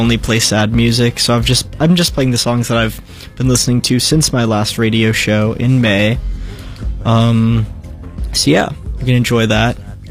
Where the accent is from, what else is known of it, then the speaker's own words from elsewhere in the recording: San Antonio, Texas, United States; I am from San Antonio and moving to New York.